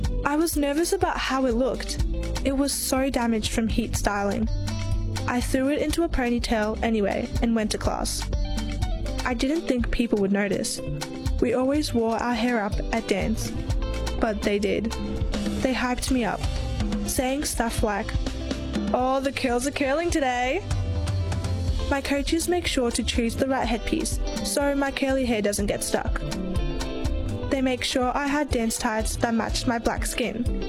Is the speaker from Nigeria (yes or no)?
yes; Nigeria; now in Ballarat, Australia; I'm one of the few girls of color doing calisthenics in Ballarat. I'm Nigerian.